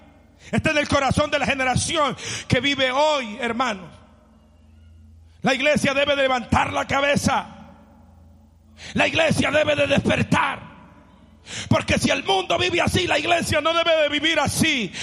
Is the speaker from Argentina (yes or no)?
no; El Salvador; moved away; Yo me recuerdo en los tiempos que yo me crecí. En mi país, El Salvador. El purgacito de América, en Centroamérica.